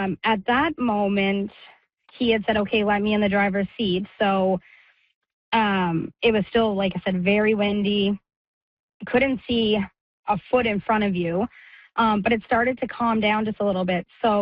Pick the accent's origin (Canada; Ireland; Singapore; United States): Canada; Summerside, Prince Edward Island; I'm from Summerside, PEI.